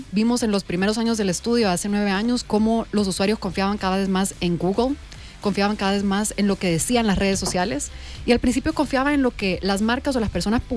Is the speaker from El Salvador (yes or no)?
yes; El Salvador